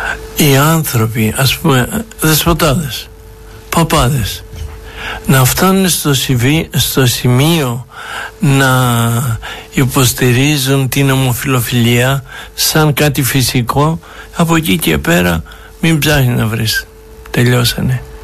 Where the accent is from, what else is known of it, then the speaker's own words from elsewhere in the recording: Greece; Εμείς είμαστε Έλληνες μέχρι το κόκαλο.